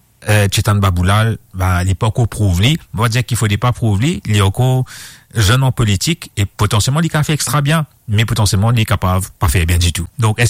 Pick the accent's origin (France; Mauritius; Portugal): Mauritius; mais c'est la Bible en tant qu'Mauricien. Pas en tant qu'une religion, mais en tant qu'Mauricien.